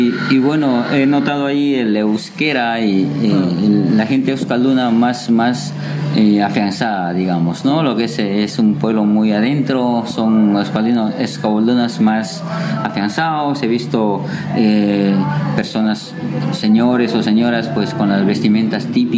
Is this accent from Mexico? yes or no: no; Peru; also born or lived in Mallorca; now in San Sebastián, Spain; yo soy de Perú, y en Perú pues tenemos mucha variedad de gastronomía, ¿no?